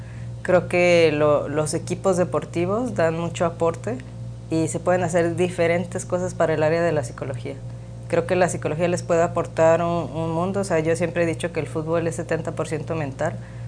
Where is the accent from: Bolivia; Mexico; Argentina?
Mexico; Guadalajara, Jalisco; born there; now in Tamaulipas, Mexico; Soy de Guadalajara